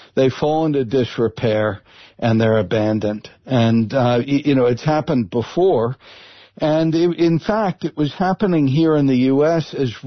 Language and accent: English; New York, United States; Well, it's, listen, I'm not only a New Yorker, I'm a renter in New York.